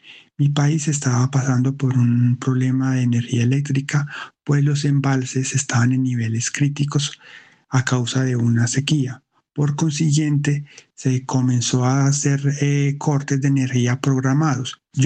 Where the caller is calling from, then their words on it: Marinilla, Antioquia, Colombia; vivo en Marinilla, Colombia, más o menos a una hora de Medellín.